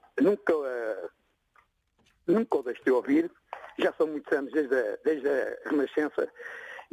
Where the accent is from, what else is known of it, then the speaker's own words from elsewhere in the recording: Mozambique; born there; moved away; Isto na minha terra não é nada, amigo. Na minha terra são 50 graus.